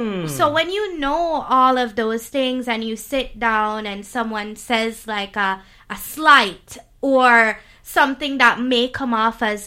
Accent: Jamaica; now in New Brunswick, Canada; I'm from Jamaica

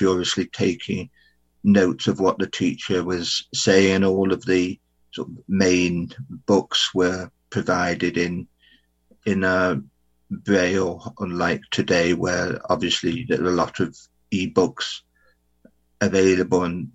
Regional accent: Liverpool, North West England, United Kingdom; also born or lived in Hereford / Swansea; I was born in Liverpool in back in January 1969. On the 6th of January, I attended schools for the blind in Liverpool. I then went to a college for the blind in Hereford before going on to Swansea University

